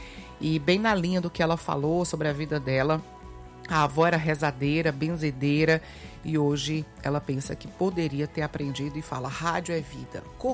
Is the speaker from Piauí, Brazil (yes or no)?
yes; Parnaíba, Piauí, Brazil; Hoje é aniversário da minha cidade. Não, do Parnaibanos. Ele é lá da minha cidade piauiense.